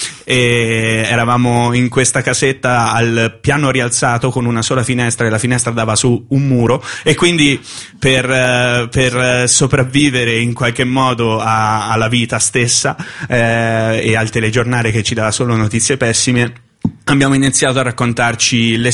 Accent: Assisi, Umbria, Italy; moved away as an adult; also born or lived in Turin; non sono toscano. Vi rassicuro, sono umbro e vengo da Assisi

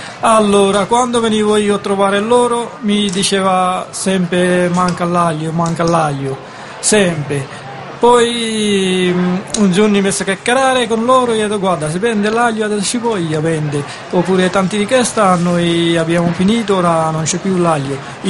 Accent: Bangladesh; Italian is a second language; now in Italy; Io non sono italiano, vengo dal Bangladesh, fare un'azienda qui, un po' di difficoltà, diciamo, sì.

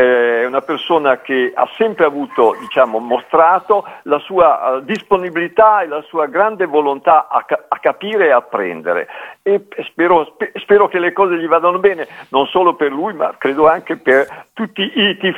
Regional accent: Milan, Lombardy, Italy; perché sono nato e vivo a Milano

